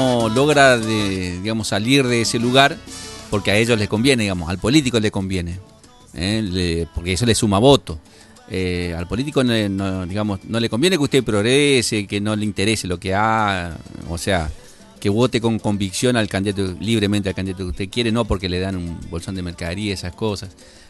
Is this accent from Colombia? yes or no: no; Argentina